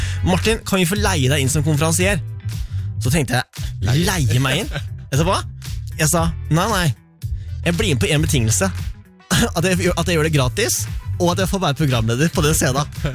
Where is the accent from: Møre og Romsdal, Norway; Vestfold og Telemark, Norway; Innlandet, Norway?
Innlandet, Norway; Tynset; moved away; also born or lived in Alvdal; da jeg vokste opp på Alvdal og på Tynset da, eller Nord-Østerdalen, som på en måte ligger så, midt mellom Oslo og Trondheim, for de som ikke vet hvor det er